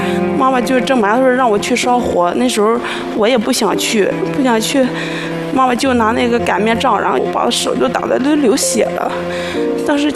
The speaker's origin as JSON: {"language": "Chinese", "town": "Dezhou", "region": "Shandong", "country": "China", "said": "我是从山东德州来的。"}